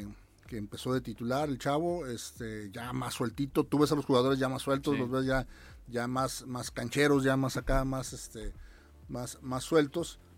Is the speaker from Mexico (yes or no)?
yes; Mexico; así somos los mexicanos